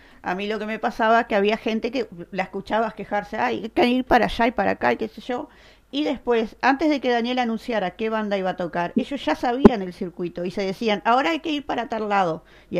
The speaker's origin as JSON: {"language": "Spanish", "town": "Aiguá", "region": "Maldonado", "country": "Uruguay", "tie": "born or raised there", "moved": "yes", "lives_now": "Maldonado, Uruguay", "said": "yo no soy de acá, de Maldonado, de la ciudad, yo soy de Aigua, y vivo hace 20 y tantos años acá, y hacía 20 y tantos años que no veía la banda de mi pueblo tocar, que es hermosa, aparte."}